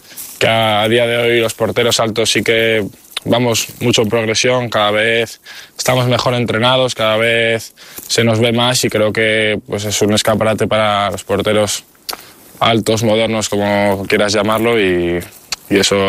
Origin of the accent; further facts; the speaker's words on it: León, Castile and León, Spain; Sí, yo soy de León y siempre que puedo pues me gusta ir allí, me siento como en casa